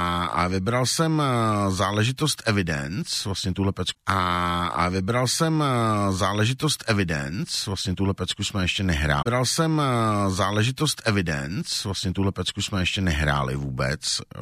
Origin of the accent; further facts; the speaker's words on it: Olomouc, Olomouc Region, Czechia; Ahoj Jirko kamaráde z Olomouce. Zdravím mé rodné město ještě jednou.